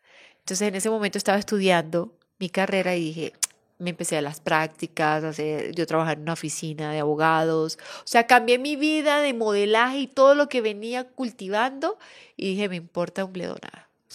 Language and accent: Spanish; Táriba, Táchira, Venezuela; born there; yo soy venezolana, nací en Tarija